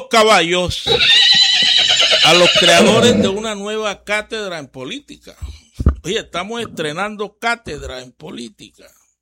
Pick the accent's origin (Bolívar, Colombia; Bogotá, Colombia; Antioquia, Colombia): Bolívar, Colombia; María La Baja; María La Baja, mi pueblo del alma, una de las regiones que yo más quiero en la vida